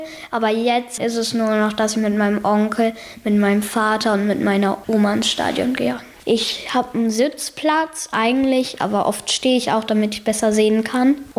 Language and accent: German; Cologne, North Rhine-Westphalia, Germany; born there; meine halbe Familie ist Leverkusen-Fans und ich wurde in Köln geboren.